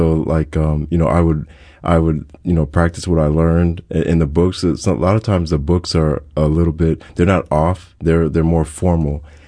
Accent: Hawaii, United States; But other times it's like, okay, yeah, I'm Hawaiian, whatever.

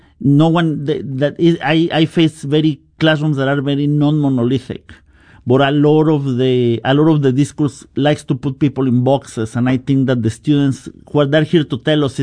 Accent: Mexico; English is a second language; now in United States; I grew up in Mexican economic crisis in the 90s, so I have some affinities with them.

